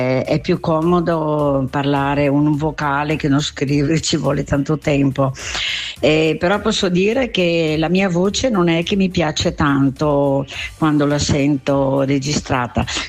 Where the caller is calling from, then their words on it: Verona, Veneto, Italy; di Verona.